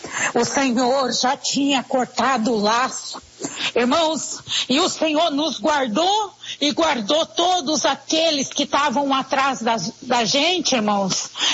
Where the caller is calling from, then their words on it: Coxim, Mato Grosso do Sul, Brazil; Sou aqui do Mato Grosso do Sul, da cidade de Coxim.